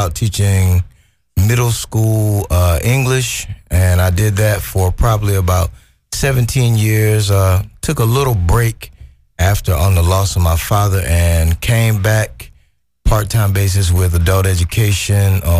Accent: Sumter, South Carolina, United States; I'm from right here in Sumter.

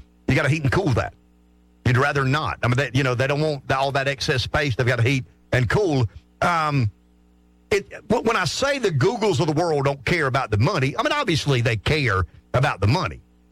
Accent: Pamplico, South Carolina, United States; I mean, I'm from Pamplico. You know, it breaks my heart when I ride by there, and it's unoccupied and has been for years

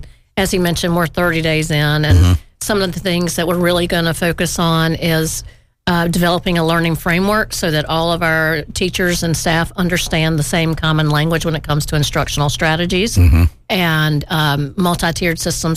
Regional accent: Columbia, South Carolina, United States; I grew up in Columbia, South Carolina.

